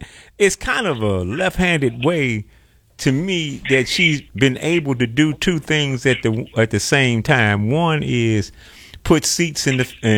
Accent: East Coast, United States; now in Chicago, United States; I mean, I'm from the East Coast. If you had told me I'd be in Chicago 40, almost 45 years plus.

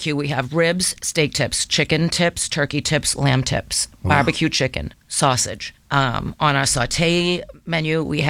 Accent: Everett, Massachusetts, United States; I'm from Everett. My husband's from Malden. We grew up on the beach.

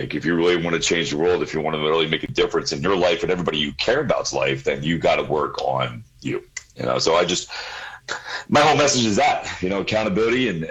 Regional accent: Pennsylvania, United States; Yeah, Pennsylvania. Right. You can say Pennsylvania. I grew up in Pennsylvania, yes.

